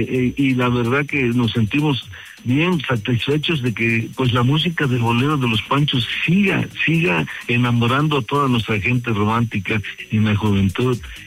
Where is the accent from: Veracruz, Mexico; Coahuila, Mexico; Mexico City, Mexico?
Veracruz, Mexico; Poza Rica; yo soy veracruzano, soy de Poza Rica.